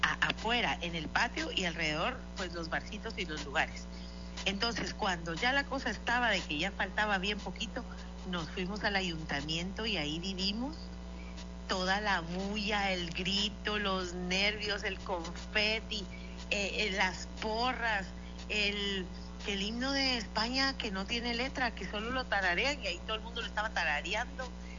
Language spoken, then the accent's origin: Spanish; Guatemala; moved away as an adult; Eso quiere decir que yo salí de Guatemala hasta ser grande.